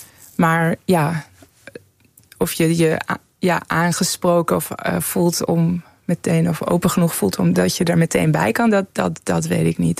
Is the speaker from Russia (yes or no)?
no; Tehran, Tehran Province, Iran; born or raised there; now in Netherlands